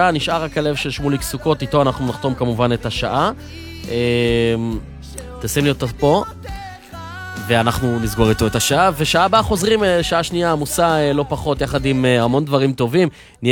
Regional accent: Modi'in Illit, Judea and Samaria Area, Israel; born there; עיר הולדתי, אם תרצה. אני הולך להגיע לשם.

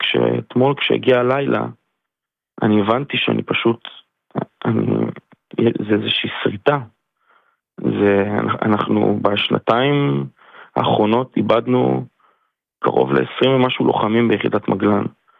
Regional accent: Zikhron Ya'akov, Haifa District, Israel; ספי, אני מזכיר לכם, הוא מגיע מאלי, אני מגיע מזיכרון, הפלגה שלנו הייתה חצויה במובן הזה, חצי-חצי

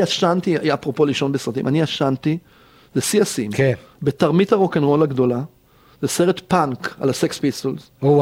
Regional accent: Tel Aviv, Tel Aviv District, Israel; אני שם גדלתי.

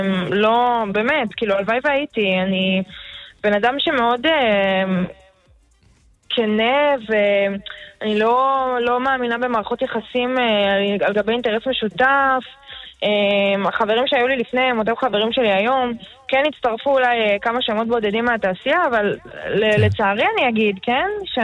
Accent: Netivot, Southern District, Israel; אני גדלתי בבית מסורתי, אני מגיעה גדלתי בנתיבות, שמרנו שבת בבית

